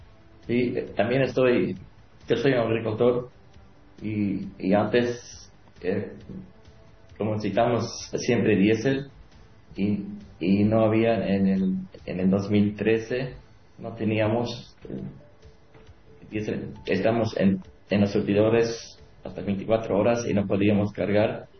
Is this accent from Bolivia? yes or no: yes; Santa Cruz, Bolivia; also born or lived in Mexico; De México. Yo soy mexicano, pero de chiquito trajeron mis padres aquí. Para mí es Bolivia como es mi país, para mí es como mi querido Bolivia, porque yo no conozco más que Bolivia.